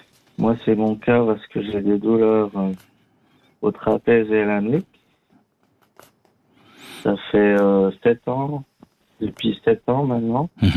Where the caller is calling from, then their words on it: Valais, Switzerland; j'ai 24 ans, j'habite en Valais.